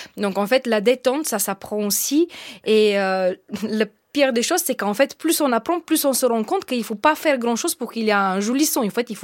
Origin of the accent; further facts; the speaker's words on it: Bulgaria; French is a second language; moved away as an adult; now in France; En fait, j'ai grandi en Bulgarie, dans une famille de musiciens. Mon père était percussionniste, ma sœur aussi.